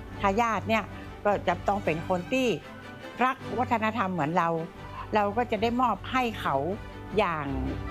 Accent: Chiang Mai, Thailand; เราเกิดมาเป็นคนเชียงใหม่ทุกอย่างที่เป็นวัฒนธรรมของเชียงใหม่มันก็จะติดตัวมาตั้งแต่เกิด

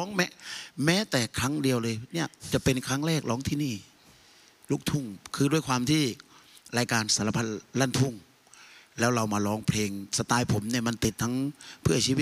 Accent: Southern Thailand, Thailand; คือด้วยความเป็นคนใต้เนี่ยคำว่าเวียนครกนี่มันเหมือนกับเราโตมาเกิดมาปุ๊บเวลา

